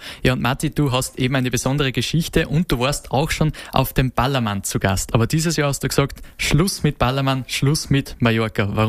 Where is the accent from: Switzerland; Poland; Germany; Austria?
Austria; Upper Austria; Naja, aber ein bisschen Dialekt gehört dazu, das sehe ich als Oberösterreicher genauso.